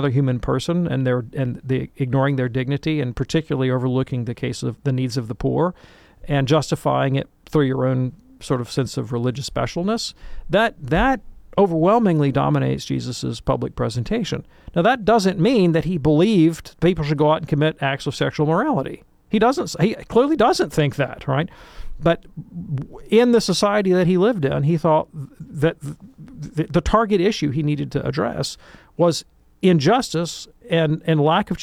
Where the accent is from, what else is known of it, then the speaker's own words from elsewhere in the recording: Alabama, United States; I think about where I'm from, which is Alabama. I'm from the South.